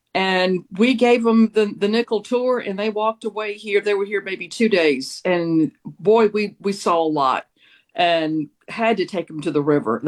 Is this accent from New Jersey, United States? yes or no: no; Greenville, Mississippi, United States; now in Rosedale, United States; growing up in Greenville and now living in Rosedale